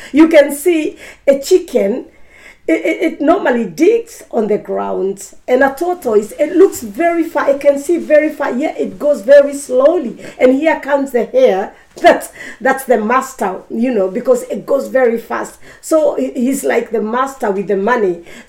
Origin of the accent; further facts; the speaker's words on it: Kenya; moved away; originally I'm from Kenya